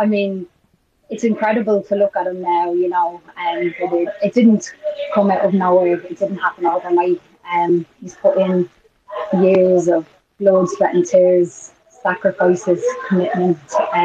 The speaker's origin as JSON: {"language": "English", "country": "Ireland", "said": "I'm Irish, and so I come from a small nation myself"}